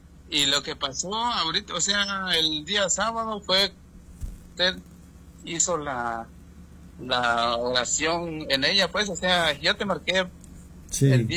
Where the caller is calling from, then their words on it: Huehuetenango, Guatemala; Yo le llamo de aquí, de Varillas, hermano, departamento de Huehuetenango, Guatemala.